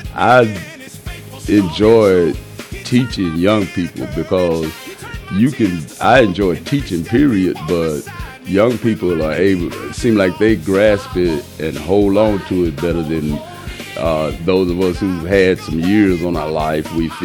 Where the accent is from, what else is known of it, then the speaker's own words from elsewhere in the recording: the South, United States; I was raised in the South